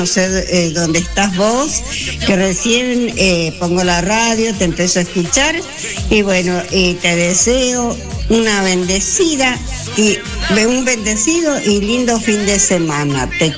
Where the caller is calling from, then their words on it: Costa de Araujo, Mendoza, Argentina; de Costa de Araujo, La Valle, Mendoza.